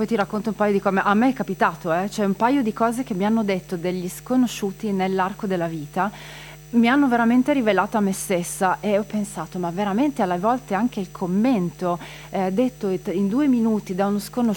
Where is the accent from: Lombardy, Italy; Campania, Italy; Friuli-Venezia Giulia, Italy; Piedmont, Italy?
Friuli-Venezia Giulia, Italy; Villesse; first language Friulian; Italian is a second language; noi siamo un po' strani perché siamo in Venezia Giulia, ma siamo anche friulani. Quindi ogni volta dico friulano, ma dovrei dire Friul Giuliana